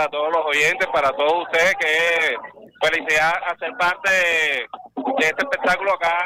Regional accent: Barranquilla, Atlántico, Colombia; Venimos de Barranquilla, de donde es el principal carnaval, Barranquilla, Colombia.

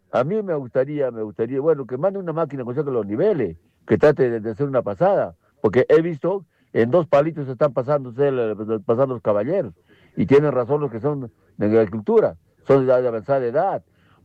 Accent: Socabaya, Arequipa, Peru; soy de Socabaya, he nacido en 1962 en Socabaya

